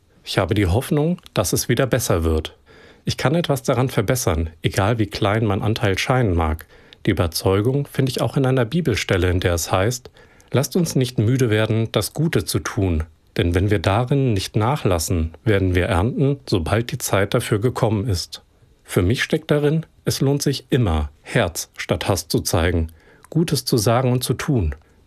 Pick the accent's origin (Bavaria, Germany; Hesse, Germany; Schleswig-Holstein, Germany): Hesse, Germany; ich bin auf dem Dorf in der Wetterau groß geworden und fühle damit den Menschen in Ostdeutschland